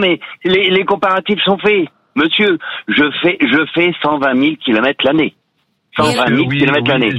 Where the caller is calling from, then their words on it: Chartres, Centre-Val de Loire, France; De Chartres